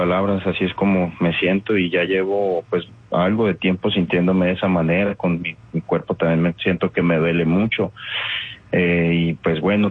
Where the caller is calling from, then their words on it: Fresno, California, United States; De Fresno, California